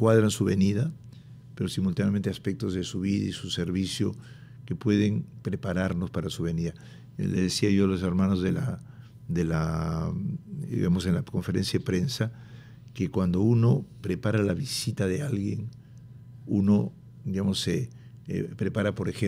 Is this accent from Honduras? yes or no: no; Peru; nosotros, como peruanos, creyentes